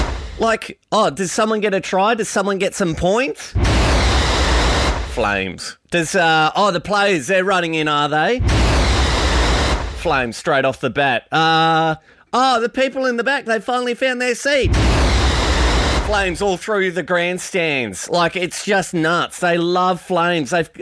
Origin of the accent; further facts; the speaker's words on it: Queensland, Australia; Growing up in Queensland, I swear in our education system, they just somehow managed to swindle its way in.